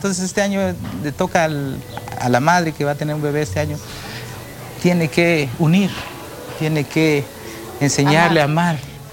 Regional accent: San Martín Tilcajete, Oaxaca, Mexico; Mi pueblo se llama San Martín Tilcajete.

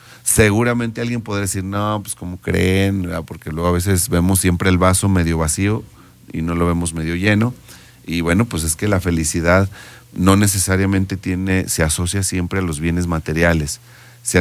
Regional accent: Mexico

